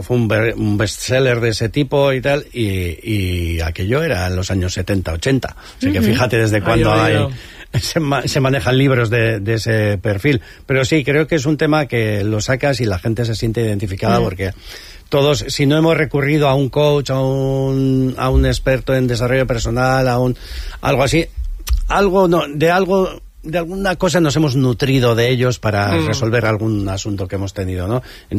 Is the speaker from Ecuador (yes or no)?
no; Errenteria, Basque Country, Spain; also born or lived in San Sebastián; Yo nací en el barrio de Gros y tengo mucho vínculo con Donosti porque al final soy vecino de Rentería